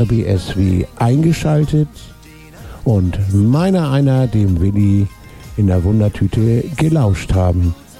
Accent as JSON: {"language": "German", "region": "Hamburg", "country": "Germany", "said": "denn ich komme ja aus Hamburg und in Hamburg sagt man Tschüss"}